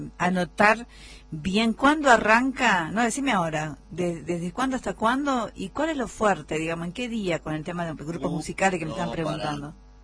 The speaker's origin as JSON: {"language": "Spanish", "country": "Argentina", "said": "vamos a vivir aquí como argentinos"}